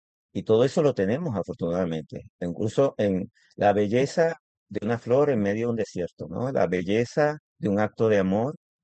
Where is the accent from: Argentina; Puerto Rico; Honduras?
Puerto Rico; me preguntó de dónde eres, Puerto Rico